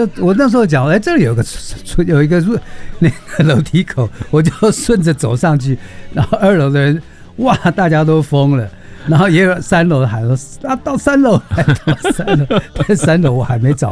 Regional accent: Taipei, Taiwan; 那我觉得台北是因为跟这边的关系，就是我是在这里长大的，所以那种感觉就是更不一样。

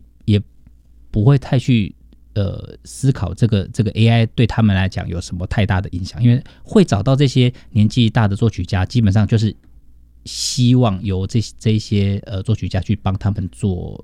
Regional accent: Kaohsiung, Taiwan; 那我是高雄人，然后小时候高雄出生，父母亲常常会带我去逛百货公司。

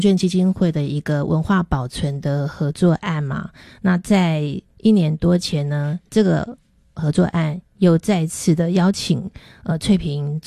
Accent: Taoyuan, Taiwan; born there; moved away; 我想要回到我的出生地，然后呢，去了解我爸爸在当时那个时候在桃园从因为我爸那时候是从高雄过来，然后一直到桃园落脚

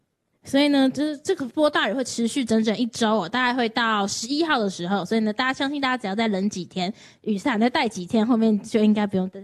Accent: Taiwan; 身为台湾人

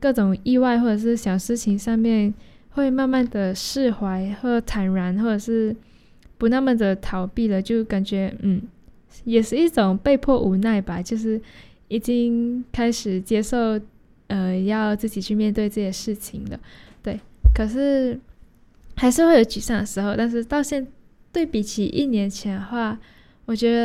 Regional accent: Malaysia; moved away as an adult; now in Taiwan; 我说对啊，我来自马来西亚。

